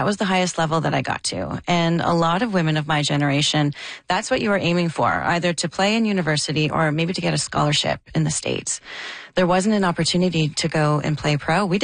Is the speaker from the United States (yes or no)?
no; Ottawa, Ontario, Canada; Interestingly enough, because I grew up playing soccer in Ottawa